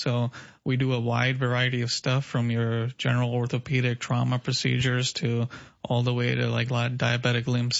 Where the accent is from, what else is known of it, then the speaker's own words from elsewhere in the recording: Karachi, Sindh, Pakistan; moved away as an adult; also born or lived in Springfield / Chicago / Cleveland; now in United States; I'm originally from Karachi, Pakistan. Born and raised there. After that, I'm from Springfield. I went to undergrad there, University of Illinois in Springfield. I did my master's there. Then I went to Chicago for school. And then I did my training in Cleveland.